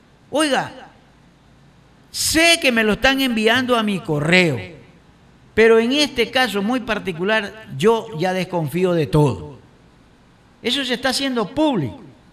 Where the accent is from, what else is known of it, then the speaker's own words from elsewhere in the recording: Ecuador; Saben quiénes somos los ecuatorianos